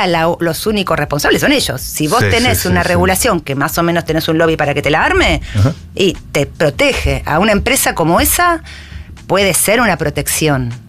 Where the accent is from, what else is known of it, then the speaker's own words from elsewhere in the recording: Argentina; para nosotros en Argentina